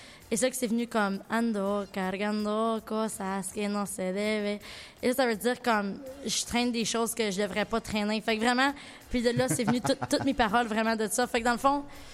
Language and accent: French; Victoria, British Columbia, Canada; now in Vancouver, Canada; Originalement, je viens de Victoria, de l'île, de Vancouver, mais présentement, je vis à Vancouver